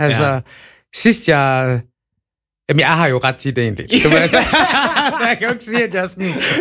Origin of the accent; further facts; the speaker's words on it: Aarhus, Central Denmark Region, Denmark; now in Copenhagen, Denmark; Jeg var fra Aarhus, det ved alle folk